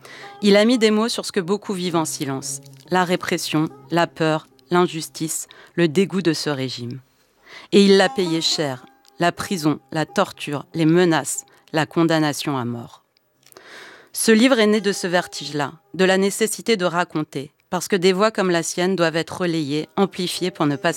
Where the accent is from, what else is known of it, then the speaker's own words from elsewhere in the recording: France; also born or lived in Iran; je suis née en Iran, j'ai grandi en France et depuis toujours, je vis entre deux mondes.